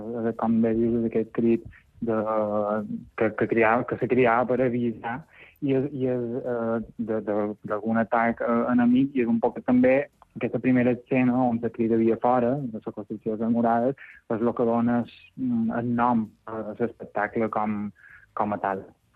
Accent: Alcúdia, Balearic Islands, Spain; Sí, jo som d'Alcúdi, sí

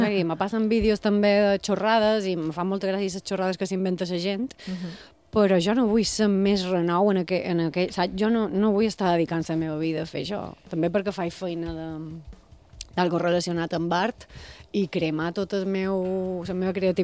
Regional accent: Balearic Islands, Spain; Som els mallorquins.

